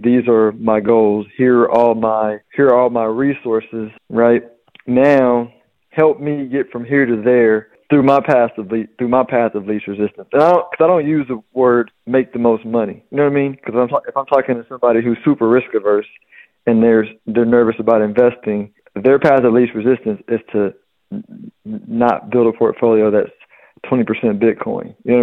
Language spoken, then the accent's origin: English; Houston, Texas, United States; I mean, growing up in Houston was great. It was tough to understand the relativity of living anywhere else because it was all I knew.